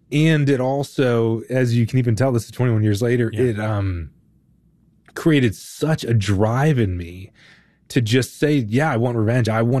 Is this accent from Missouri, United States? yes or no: no; Raleigh, North Carolina, United States; So I grew up in Raleigh, North Carolina, where college sports are really big